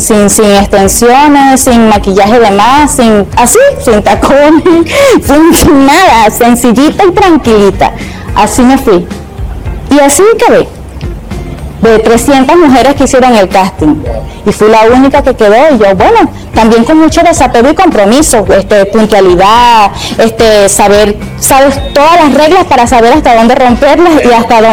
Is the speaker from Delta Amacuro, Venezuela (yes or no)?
yes; Delta Amacuro, Venezuela; Nosotros, los grupos nativos, los que tenemos o que venimos del Bajo Delta, los que estamos por allá escondidos